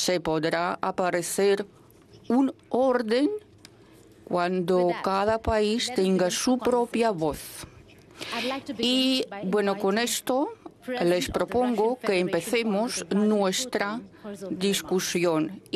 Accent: India; yo, siendo moderadora y provengo de la India, hemos agregado unas especies de la India

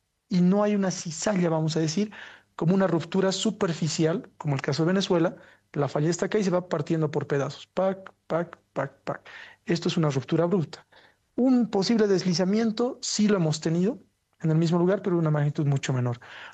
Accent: Bolivia; Eso lo vimos en mi país, Bolivia.

